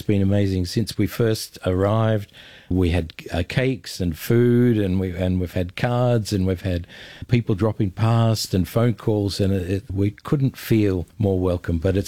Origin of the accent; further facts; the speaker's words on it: Melbourne, Victoria, Australia; now in Ramsey; I was born and I grew up in Melbourne, in Australia. I went to a Presbyterian school